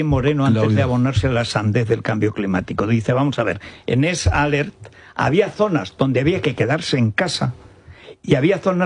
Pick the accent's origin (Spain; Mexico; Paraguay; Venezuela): Spain; Aragon; el problema del Matarraña es que la gente allí es tan poca. O sea, mi pueblo es que tenía entonces, cuando yo nací, 1000 habitantes. Ahora no llega a 500.